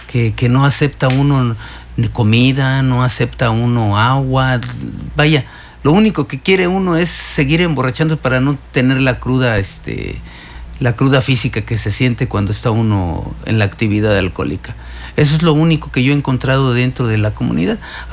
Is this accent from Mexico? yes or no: yes; Mexico City, Mexico; Estuve a punto de morir allá en la Ciudad de México. Yo vengo de la Ciudad de México